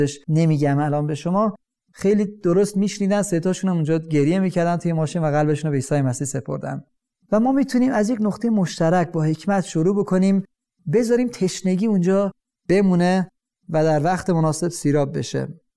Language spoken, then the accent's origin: Persian; Iran; منم ایرانی هستم